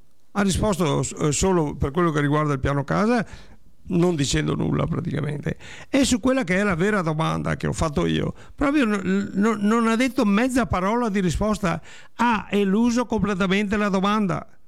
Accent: Padua, Veneto, Italy; io uso di Vicenza e mi so di Padova.

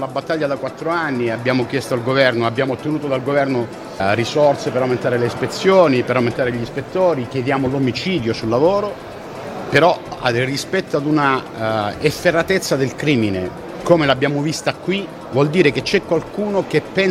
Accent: Calabria, Italy; Lo dico da calabrese

